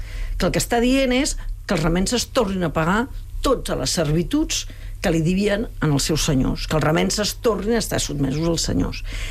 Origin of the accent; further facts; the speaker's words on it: Catalonia, Spain; Pla de l'Estany, que és la meva comarca, Pla de l'Estany.